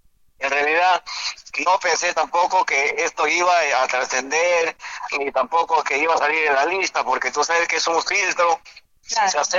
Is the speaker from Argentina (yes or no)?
no; Túcume, Lambayeque, Peru; now in Mochumí, Peru; Que como paisano, como tucumano